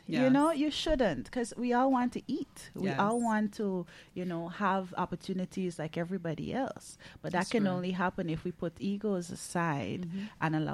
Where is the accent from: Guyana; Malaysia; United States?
Guyana; born there; now in Saint Lucia; I'm from St. Lucia. Well, born Guyanese, but I'm living in St. Lucia.